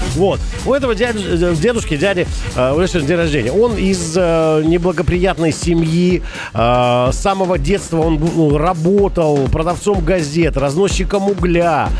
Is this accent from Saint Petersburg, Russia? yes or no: no; Rostov-on-Don, Rostov Oblast, Russia; Вот я как местный, причем там много и прадедушка местный у меня был Ростова, да. Именно из Ростова, я подчеркиваю. Там, с Ростова! Мы из Ростова